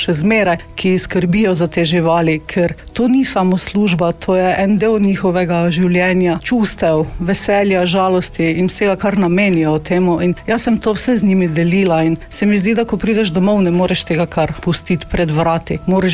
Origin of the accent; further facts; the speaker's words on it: Styria, Slovenia; moved away as an adult; now in Primorska, Slovenia; sem se preselila zato, ker sem se poročila. Moj mož je Primorc in jaz sem kot Štajerka se mogla navaditi na novo okolje, nove ljudi.